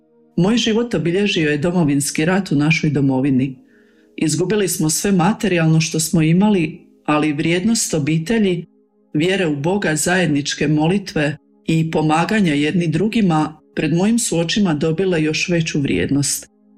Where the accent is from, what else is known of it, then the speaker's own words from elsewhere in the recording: Stari Jankovci, Vukovar-Srijem County, Croatia; dolazim iz Starih Jankovaca, kod jedno selo pored Vinkovaca.